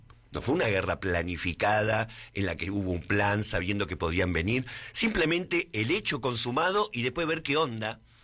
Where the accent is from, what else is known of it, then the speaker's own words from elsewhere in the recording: Argentina; lo que somos los argentinos